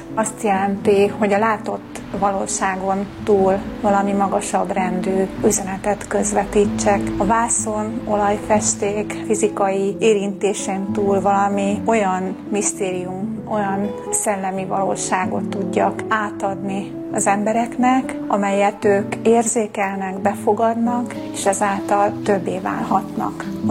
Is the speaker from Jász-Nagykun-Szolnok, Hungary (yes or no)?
no; Budapest, Hungary; Budapesten születtem, de a 6. kerületben nőttem fel.